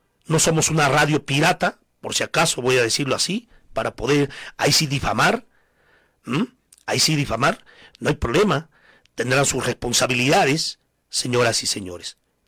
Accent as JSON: {"language": "Spanish", "region": "Ayacucho", "country": "Peru"}